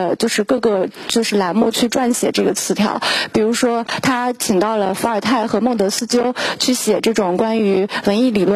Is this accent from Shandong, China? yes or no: yes; Shandong, China; 因为我是山东人嘛，山东的家长会跟你说，你要么考公，要么考研，要么考教师资格证。